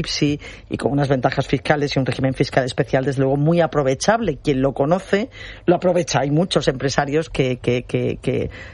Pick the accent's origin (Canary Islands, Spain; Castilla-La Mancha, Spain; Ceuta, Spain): Ceuta, Spain; me alegro mucho de que tengas esa imagen mía de embajadora de Ceuta. No soy la única, somos muchos los ceutíes.